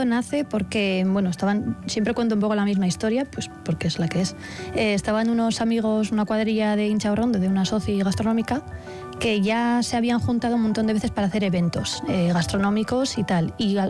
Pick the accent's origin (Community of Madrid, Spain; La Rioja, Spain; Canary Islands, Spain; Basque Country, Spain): Basque Country, Spain; San Sebastián; moved away as an adult; fue la primera vez que yo salí de Donosti, entonces la primera vez que salía de casa durante 4 años